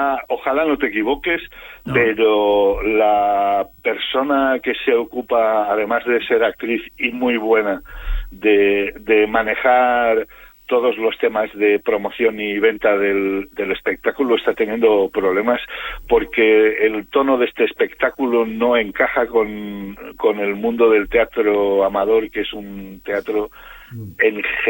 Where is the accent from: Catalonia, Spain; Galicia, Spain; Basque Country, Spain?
Catalonia, Spain; Molins de Rei; Os recuerdo que yo soy de Molins, me sé el camino perfectamente.